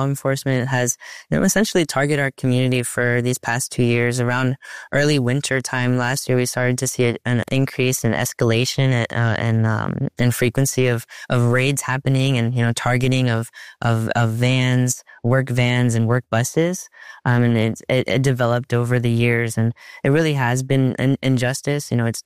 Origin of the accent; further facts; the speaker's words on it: Immokalee, Florida, United States; being a youth growing up in Immokalee, you know, being in the high school system